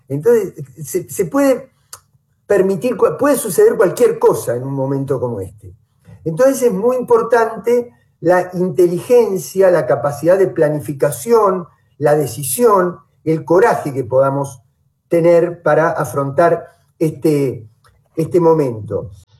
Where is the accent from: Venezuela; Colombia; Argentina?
Argentina